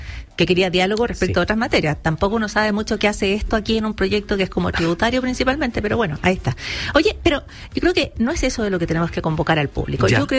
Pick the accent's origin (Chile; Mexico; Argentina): Chile